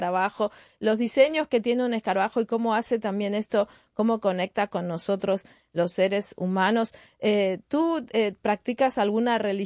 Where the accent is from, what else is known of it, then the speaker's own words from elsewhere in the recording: French Polynesia; Spanish is a second language; Bueno, yo vengo de Tahití. La relación que tenemos en Tahití con la naturaleza, la verdad, es algo que lo vemos día a día.